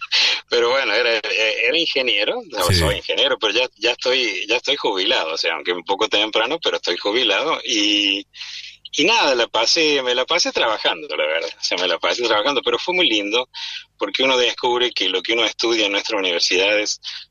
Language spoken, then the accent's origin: Spanish; Córdoba, Argentina; Tengo dos hermanas ahí en Córdoba. Y bueno, como puedes ver, mi tonada nunca se fue, aunque haya andado un poco.